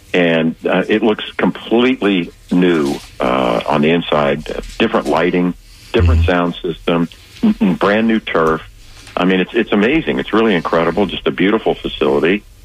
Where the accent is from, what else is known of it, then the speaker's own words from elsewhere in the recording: St. Petersburg, Florida, United States; Because St. Pete's special to me. This is my hometown, and I've lived here since I was 3 years old, John, and I can't believe it, but you know, went to public school here, graduated from St. Pete High